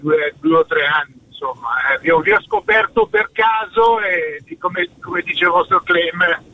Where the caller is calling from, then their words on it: Monza, Lombardy, Italy; in questo momento sono a Termoli, ma mi sto dirigendo verso Monza dove abito